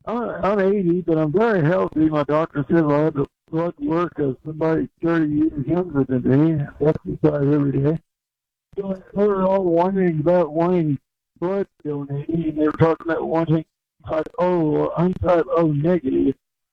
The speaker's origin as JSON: {"language": "English", "town": "Vincennes", "region": "Indiana", "country": "United States", "said": "I'm from Vincennes, Indiana. I listen to the show every morning at 11 o'clock."}